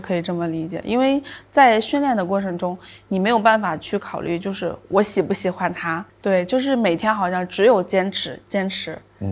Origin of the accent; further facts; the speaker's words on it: Tianjin, China; 然后其实天津的小朋友，像我们那个年代，我们都是在河里长大的。